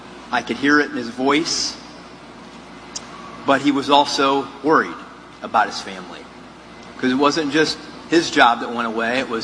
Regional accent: Ohio, United States; I remember when I was growing up in Ohio, and in the 80s and 90s, this state was dying.

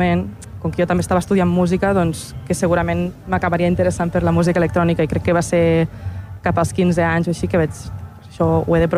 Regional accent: L'Ametlla de Mar, Catalonia, Spain; now in Barcelona, Spain; Jo sóc de l'Ametlla de Mar.

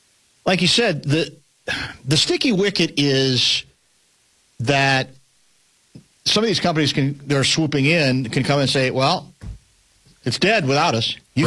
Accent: Texas, United States; I'm from Texas.

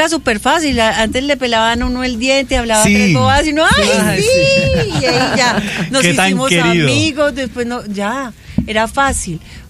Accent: Panama; O sea, no, pues me toca que me devuelvan porque yo soy de Panamá.

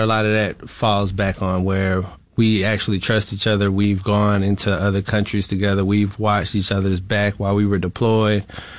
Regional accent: Florida, United States; it was 7 of us getting raised together. I was raised in Florida.

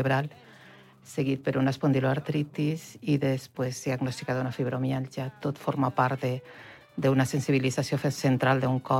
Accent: Xeraco, Valencian Community, Spain; Jo de Xeraco.

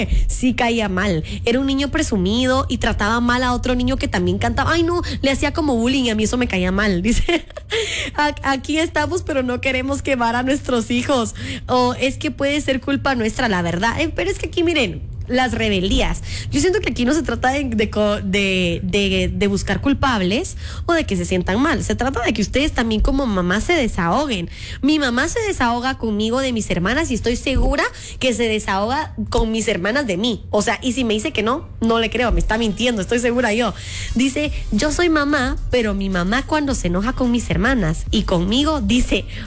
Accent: Honduras; cuando allá en mi país, en Honduras, existe la moneda de 50 centavos.

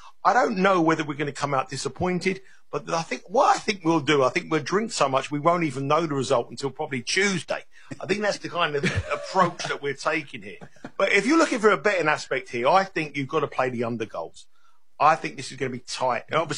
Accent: England, United Kingdom; I'm an Englishman.

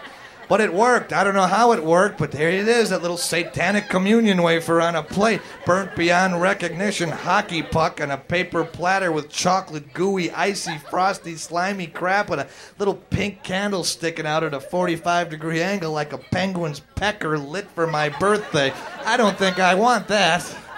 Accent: Wisconsin, United States; where I grew up in Wisconsin, we had the worst school lunches in America.

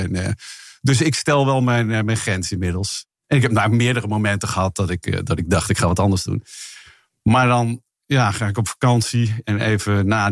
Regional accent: Rotterdam, South Holland, Netherlands; born there; Ik ben trouwens zelf geboren in Rotterdam.

